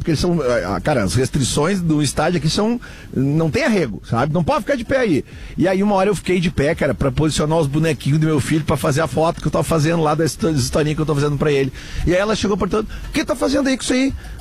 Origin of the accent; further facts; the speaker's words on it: Porto Alegre, Rio Grande do Sul, Brazil; eu sou do sul do Brasil, de Porto Alegre.